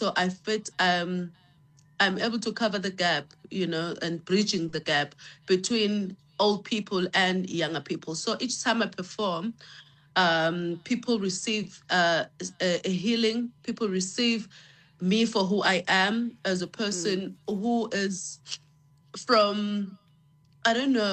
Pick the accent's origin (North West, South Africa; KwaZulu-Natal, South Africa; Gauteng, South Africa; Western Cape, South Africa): KwaZulu-Natal, South Africa; Mandeni; I grew up in Mandeni, north of KZN, which is Amakhaya.